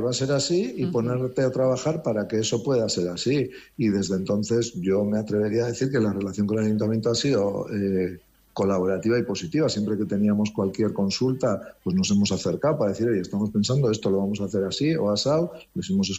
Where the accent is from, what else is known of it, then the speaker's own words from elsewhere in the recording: San Sebastián, Basque Country, Spain; pues soy ciudadano de San Sebastián y también soy turista.